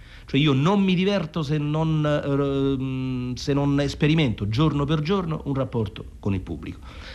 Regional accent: Southern Italy, Italy; born there; Essendo nato invece in Italia e nel sud soprattutto

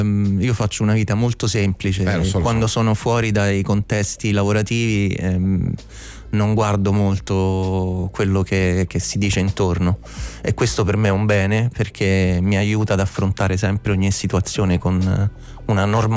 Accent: Apulia, Italy; io sono pugliese e questa è la ragione per cui questo lavoro si orienta poi sul folk e sul, diciamo, va a recuperare le origini della taranta, della pizzica, che sono tutte musiche con cui io sono cresciuto da piccolo.

